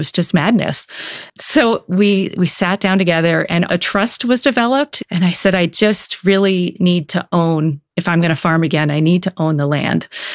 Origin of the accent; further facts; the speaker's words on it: East, United States; now in Durango, United States; he's from Minnesota and I'm from the East.